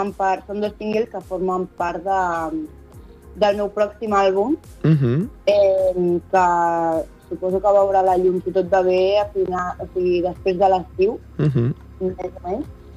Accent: Terrassa, Catalonia, Spain; soc de Terrassa i soc cantant i artista emergent.

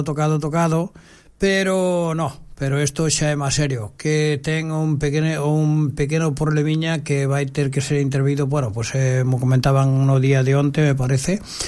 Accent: Galicia, Spain; o Centro Galego, sigo sendo galego, eu sempre fundo o Centro Galego

